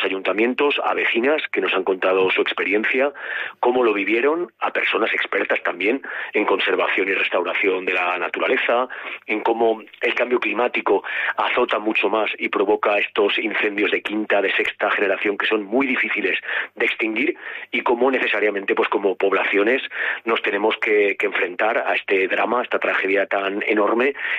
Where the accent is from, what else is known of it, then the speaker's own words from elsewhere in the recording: Ebro Valley, Aragon, Spain; Yo vengo del Valle del Ebro, yo vivo en un pueblo de Zaragoza